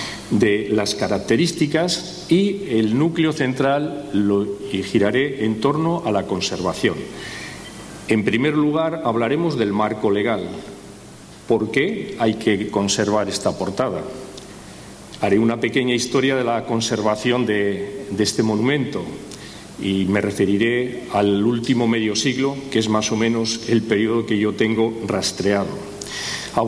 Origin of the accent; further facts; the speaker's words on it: Laredo, Cantabria, Spain; soy laredano, soy historiador y arqueólogo